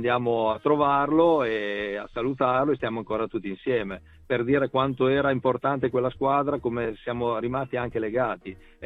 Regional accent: Emilia-Romagna, Italy; sono un emiliano e gli emiliani vogliono la verità.

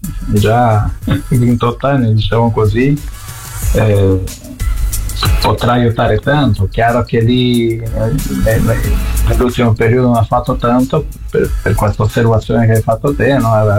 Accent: Brazil; Italian is a second language; moved away; come diciamo noi in Brasile

